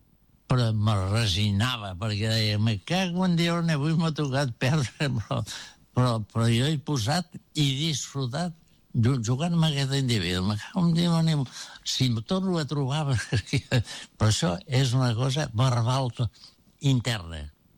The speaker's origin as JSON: {"language": "Catalan", "town": "El Prat de Llobregat", "region": "Catalonia", "country": "Spain", "tie": "born there", "also_born_or_lived": "Torredembarra"}